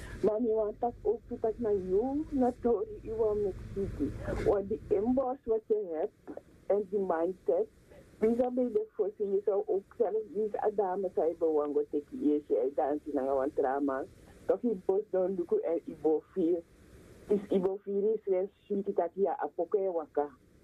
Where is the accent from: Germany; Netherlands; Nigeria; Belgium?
Nigeria; Dutch is a second language; ik kom van Nigeria toch, dat je verenigingen.